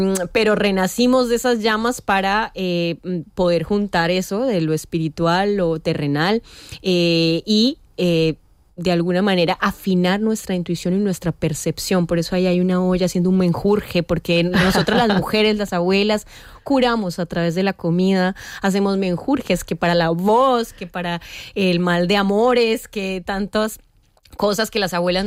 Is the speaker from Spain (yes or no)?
no; San Gil, Santander, Colombia; born there; yo soy de una familia de 6 hijos, mamá, papá, y 6 hijos cantaban en los escenarios. Nací en San Gil, Santander, es un pueblito que está incrustado en la montaña de los Andes.